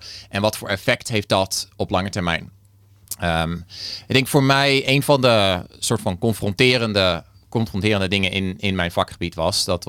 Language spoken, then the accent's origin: Dutch; northern Netherlands, Netherlands; hier in het waar ik vandaan kom in het Hoge Noorden